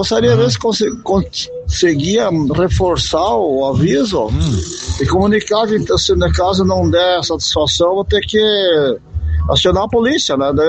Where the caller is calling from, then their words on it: Brazil; eu sou aqui do São Cristóvão.